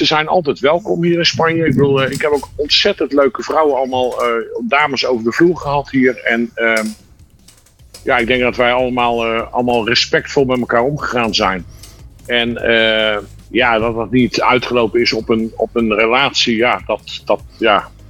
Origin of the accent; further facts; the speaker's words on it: Breda, North Brabant, Netherlands; now in Costa; En wij komen zelf natuurlijk ook van Breda.